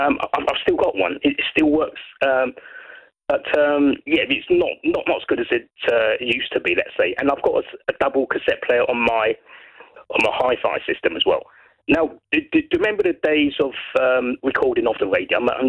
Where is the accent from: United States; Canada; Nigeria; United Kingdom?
United Kingdom; Brighton, South East England; You know, not because, you know, I'm from Brighton and I don't have a Sussex accent, because the original Sussex accent actually sounds like a West Country accent.